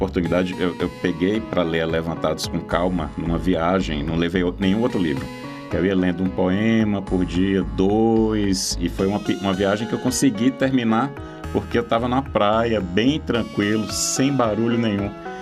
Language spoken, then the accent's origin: Portuguese; Piauí, Brazil; Eu sou nordestino, sou do Piauí.